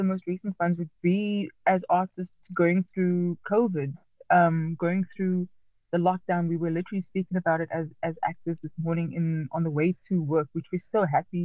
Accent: Mitchell's Plain, Western Cape, South Africa; I come from the Cape Flats. I come from Sandfontein, which is part of Mitchell's Plain, growing up in the 80s, shielded from a lot of stuff actually by my parents.

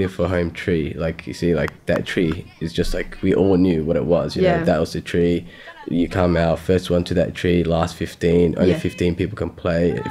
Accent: Carlton, Victoria, Australia; Carlton has had its times. Growing up, it was really good. Like, it was really community-based.

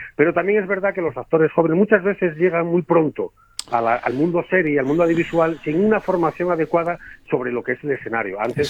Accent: Lugones, Asturias, Spain; mi pueblo, Lugones, yo soy asturiano

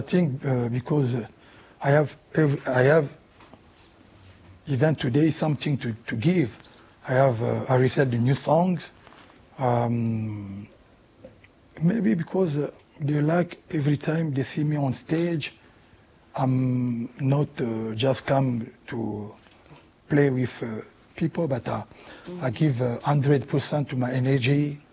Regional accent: Kinshasa, DR Congo; English is a second language; moved away as an adult; also born or lived in Paris; I grew up in Kinshasa and I go to Paris when I was used to be a little bit, you know, like 19, 20.

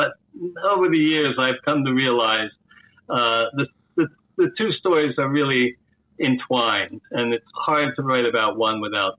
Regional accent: United States; I'm from the United States.

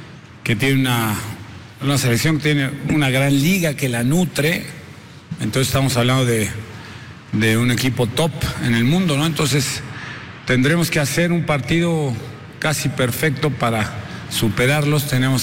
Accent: Mexico; somos 11 mexicanos que tenemos que hacer gol allá y que no te dan gol aquí.

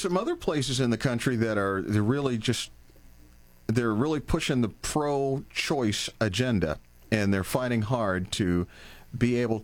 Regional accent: Louisville, Kentucky, United States; my best friend's house from when I was a kid in my hometown of Louisville, Kentucky.

